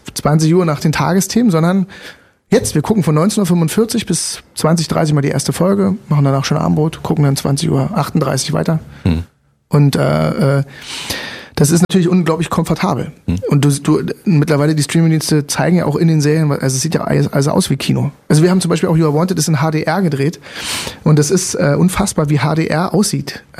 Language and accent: German; Germany; Und es lag halt nahe, weil Deutsch, ich bin Deutscher, ich kann mich so ausdrücken